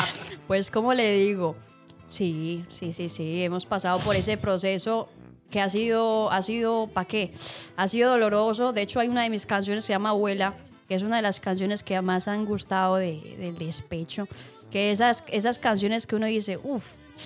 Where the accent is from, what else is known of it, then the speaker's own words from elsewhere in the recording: Colombia; also born or lived in United States; Yo nací en Estados Unidos, pero yo soy colombiana. Mi sangre corre Colombia.